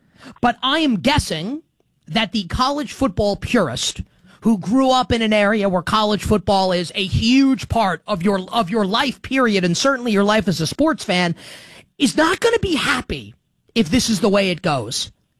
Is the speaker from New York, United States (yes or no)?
yes; New York City, New York, United States; I'm a New Yorker. I'm from the Northeast.